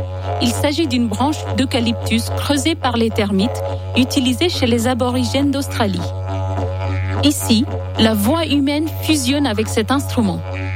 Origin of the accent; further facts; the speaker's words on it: India; chez moi, en Inde